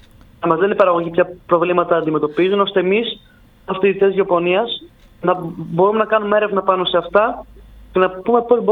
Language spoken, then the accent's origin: Greek; Volos, Thessaly, Greece; Άλλο σημαντικό θέμα που μας είπαν όταν είπαμε ότι είμαστε από τη Θεσσαλία και από το Βόλο.